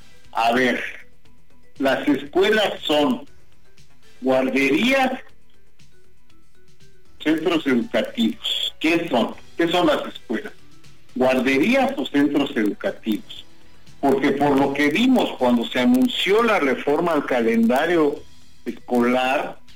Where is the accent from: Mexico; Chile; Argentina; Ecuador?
Mexico; Señores, todos somos mexicanos y todos tenemos las mismas oportunidades.